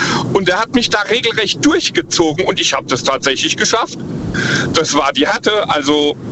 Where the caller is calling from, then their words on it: Ruppertsberg, Rhineland-Palatinate, Germany; Ich komme aus der Ecke Ruppertsberg.